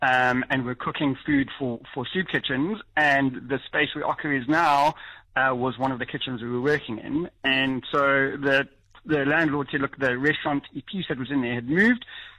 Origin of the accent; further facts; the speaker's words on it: Johannesburg, Gauteng, South Africa; moved away as an adult; also born or lived in United Kingdom; So I'm from Johannesburg originally, and I went to chef school in Johannesburg.